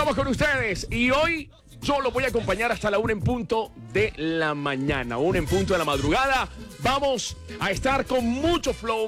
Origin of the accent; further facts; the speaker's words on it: Barranquilla, Atlántico, Colombia; Vea, yo vengo de Barranquilla